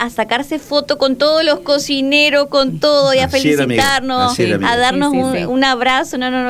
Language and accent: Spanish; San Agustín, Santa Fe, Argentina; ahí en mi pueblo, en San Agustín.